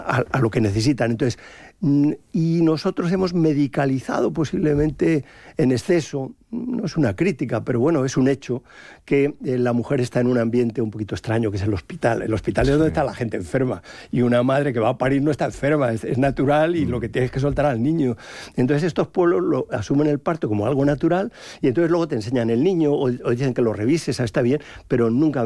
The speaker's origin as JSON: {"language": "Spanish", "town": "Madrid", "region": "Community of Madrid", "country": "Spain", "lives_now": "Salamanca, Spain"}